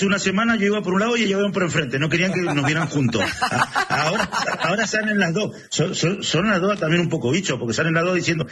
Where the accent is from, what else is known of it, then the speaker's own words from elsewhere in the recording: Guaymallén, Mendoza, Argentina; now in France; Somos todos de Guaymallén.